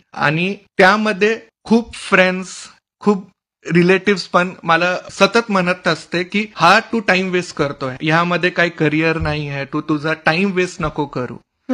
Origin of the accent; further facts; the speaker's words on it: Chhatrapati Sambhajinagar, Maharashtra, India; also born or lived in Sagar, India; माझं birth place सागर मध्य प्रदेशला आहे. Okay. पर माझी जन्मभूमी मध्य प्रदेश आहे, पण माझी कर्मभूमी महाराष्ट्र आहे. तर अगदी from my Kinder garden I am staying in Sambhajinagar only.